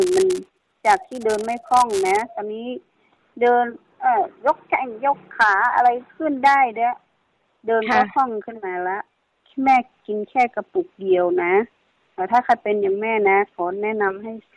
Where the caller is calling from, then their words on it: Mae Taeng district, Chiang Mai, Thailand; accent: Kham Mueang (Northern Thai); อำเภอแม่แตงจังหวัดเชียงใหม่